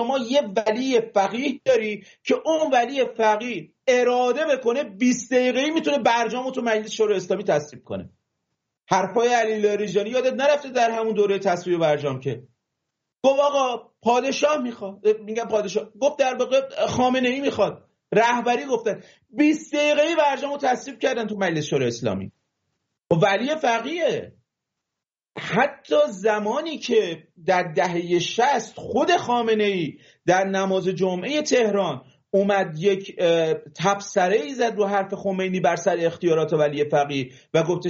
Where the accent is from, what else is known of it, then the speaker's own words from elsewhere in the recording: Mazandaran, Iran; من چون بچه مازندرانم، این مازندرانی ها واقعا ناخواسته صداشون میره بالا.